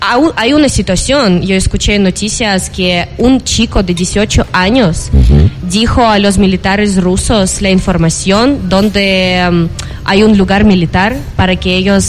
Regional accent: Kyiv, Ukraine; Spanish is a second language; now in Ecuador; Yo soy de Kiev, de la capital.

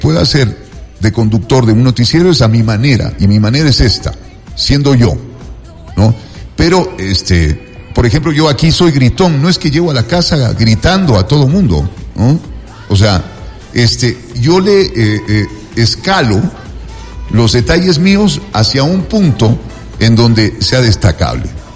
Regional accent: Ecuador; nos estaban invadiendo a nosotros, a los ecuatorianos

